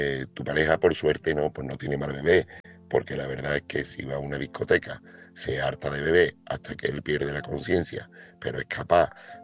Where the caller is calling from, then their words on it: Seville, Andalusia, Spain; corresponsal de Sevilla